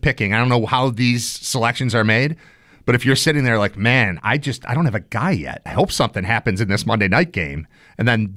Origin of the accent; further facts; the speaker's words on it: Buffalo, New York, United States; Look, man, I'm from Buffalo.